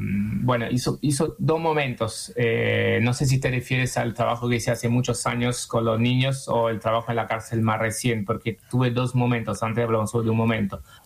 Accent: Naples, Campania, Italy; Spanish is a second language; Yo soy de Nápoles, originarios.

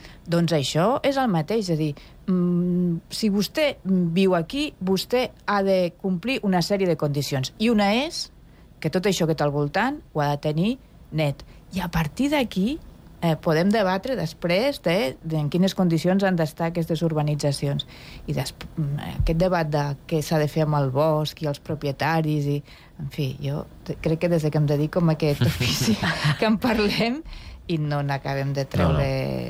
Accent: Pyrenees, Spain; jo soc del Pirineu

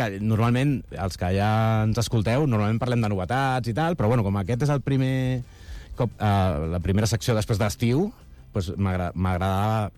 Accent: Catalonia, Spain; I clar, jo volia agafar aquest esperit, no?, que tenim com a catalans de no sé, del granet de sorra i de canviar el món

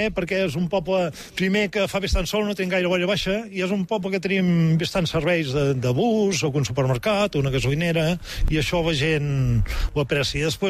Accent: Catalonia, Spain; A més, jo sóc català, sóc nascut aquí davant.

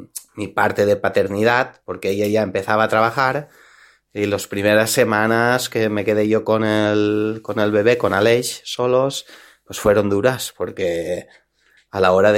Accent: Alicante, Valencian Community, Spain; now in Vilanova i la Geltrú, Spain; ella trabaja aquí, en Vilanova y la Geltrú, nosotros somos de Alicante, y bueno, dio a luz allí.

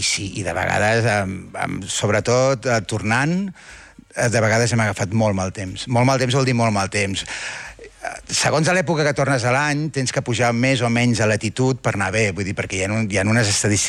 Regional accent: Manresa, Catalonia, Spain; now in Maó, Spain; Sí, correcte.

